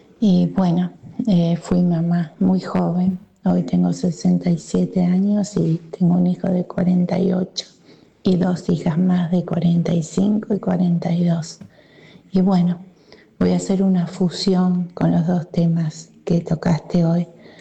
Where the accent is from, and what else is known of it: Rosario, Santa Fe, Argentina